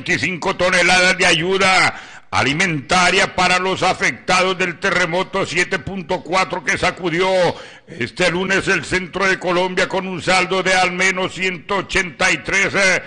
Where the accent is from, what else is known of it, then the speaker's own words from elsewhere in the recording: Guaymaca, Francisco Morazán, Honduras; now in Talanga, Honduras; Yo soy de Guaymaca y amo mi pueblo.